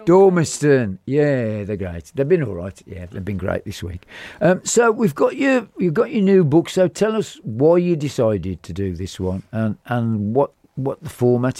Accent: West Midlands, United Kingdom; we grew up on the Cakemore estate

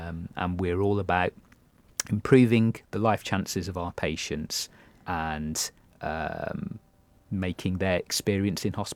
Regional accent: Wolverhampton, West Midlands, United Kingdom; I'm from Wolverhampton, so I grew up and went to school there.

